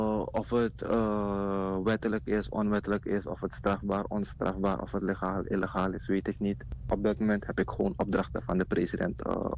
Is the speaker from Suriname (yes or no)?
yes; Paramaribo, Suriname; born there; Ik ben geboren in Paramaribo Noord, in het Vincentius-Zeeuwen. Ik ben in Paramaribo in Suriname geboren. Ik ben nooit in Nederland geboren.